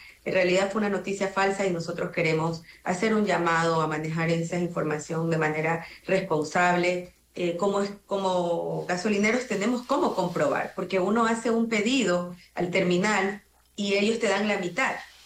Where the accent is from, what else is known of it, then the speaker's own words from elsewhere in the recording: Manabí, Ecuador; yo soy de Manabí.